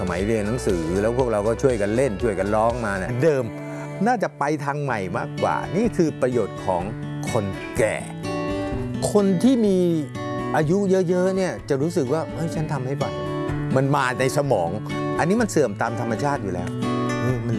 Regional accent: Bangkok, Thailand; born there; จริงๆแล้วก็64แล้วเกิดในกรุงเทพมหานครแต่คุณพ่อแม่เป็นชาวสมุทรสงครามอัมพวาบางคนทีแถวๆนั้นนะครับมีสวนเป็นบ้าน

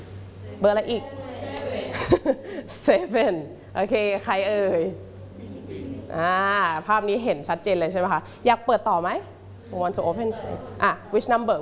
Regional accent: Udon Thani, Thailand; I am from Udon Thani นะคะ จังหวัดอุดรธานีที่ภาคอีสานของเรานี่เองนะคะ

